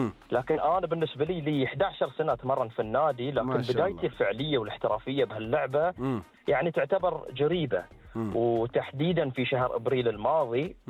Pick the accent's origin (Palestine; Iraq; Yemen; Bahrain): Bahrain; فينا كبحرينيين